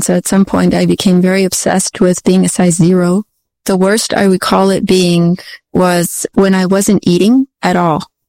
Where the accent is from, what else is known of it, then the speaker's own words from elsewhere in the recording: Germany; moved away; I grew up in Germany and I went to school in Germany as well.